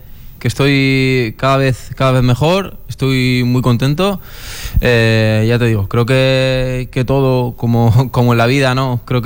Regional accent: Alicante, Valencian Community, Spain; also born or lived in Barcelona; now in Málaga, Spain; a mi tierra, bueno, Alicante

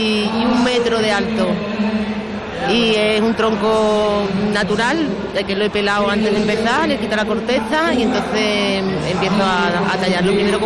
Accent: Zafra, Extremadura, Spain; accent: Extremaduran; Yo vengo desde Zafra, Badajoz.

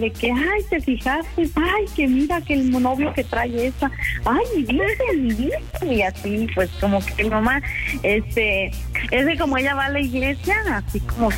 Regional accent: Celaya, Guanajuato, Mexico; now in Dallas, United States; Soy originaria de Celaya, Guanajuato.

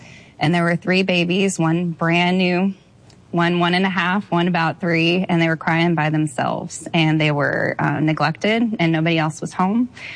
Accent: Brea, California, United States; born or raised there; also born or lived in La Palma

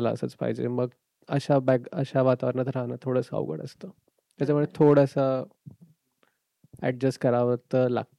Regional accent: Maharashtra, India; moved away as an adult; now in Australia; आता आमच्या घरात आम्ही तिघं इंडियन आहेत, पण मी महाराष्ट्रीयन आहे

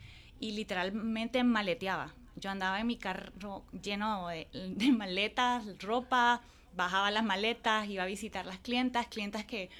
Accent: Olanchito, Yoro, Honduras; born there; yo nací en un pueblito que se llama, bueno, no, los que me escuchan decir pueblito, en un pueblo, una ciudad ahora que es Olanchito y Oro.

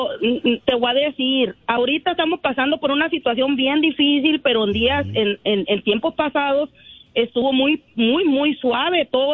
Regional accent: Hermosillo, Sonora, Mexico; Yo soy de Hermosillo, Sonora, chamacos.

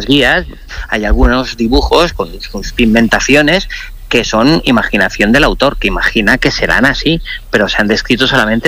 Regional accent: Balearic Islands, Spain; accent: Mallorquín; first language Catalan (Mallorquín); Spanish is a second language; en mi lengua materna, mallorquín

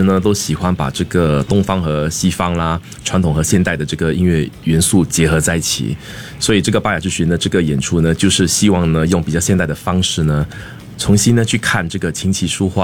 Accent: Singapore; 我们新加坡是那么小的一个地方嘛，对不对、嗯、那我们从小长大呢受到不同多元种族的影响、嗯、我觉得跟这个有关、嗯、对，我们当然我们是虽然是土生土长的华人

